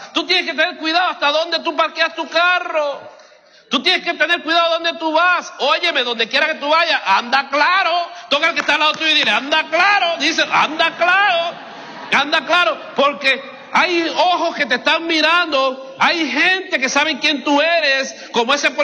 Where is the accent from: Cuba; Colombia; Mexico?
Cuba; accent: Cuban